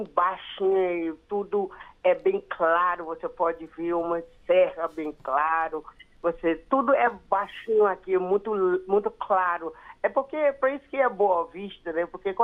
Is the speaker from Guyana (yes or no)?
yes; Guyana; now in Brazil; Eu sou da Guiana Inglesa.